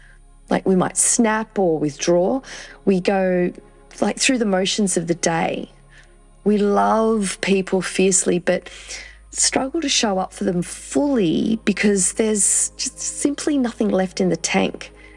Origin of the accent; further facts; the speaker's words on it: New South Wales, Australia; I grew up in Central West New South Wales myself in a small country town of 264 people